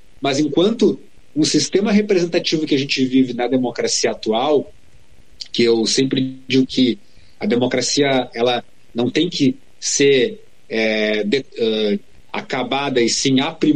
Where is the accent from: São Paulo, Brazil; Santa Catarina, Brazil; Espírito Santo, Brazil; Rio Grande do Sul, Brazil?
Rio Grande do Sul, Brazil; Bagé; moved away as an adult; now in Pelotas, Brazil; em Bagé, minha terra natal, portanto, então estou há 16 anos morando em Pelotas